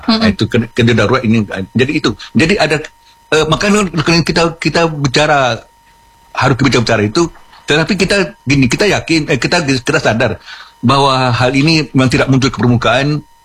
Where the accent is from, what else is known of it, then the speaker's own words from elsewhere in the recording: Riau, Indonesia; kalau kita orang Riau ini pasti pernah dengar nama Koyan.